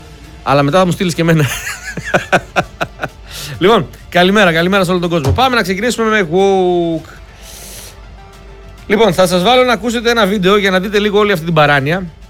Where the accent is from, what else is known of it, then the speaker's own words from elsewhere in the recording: Greece; Είμαι Έλληνας.